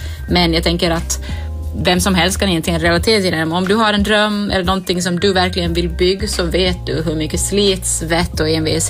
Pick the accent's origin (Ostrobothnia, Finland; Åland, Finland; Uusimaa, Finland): Ostrobothnia, Finland; Kaskinen; now in Stockholm, Sweden; och jag är en finlandssvensk artist från Kaskö i södra Österbotten och nu för tiden bor jag i Stockholm.